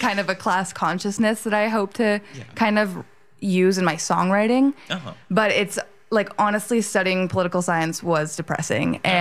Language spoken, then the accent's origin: English; Seattle, Washington, United States; now in San Diego, United States; Yeah. So I'm from Seattle originally.